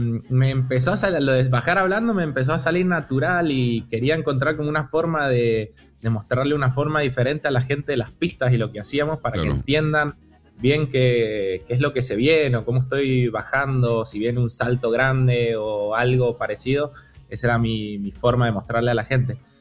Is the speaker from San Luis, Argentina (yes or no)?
no; Luján de Cuyo, Mendoza, Argentina; Nací en Mendoza, acá cerquita en Luján de Cuyo.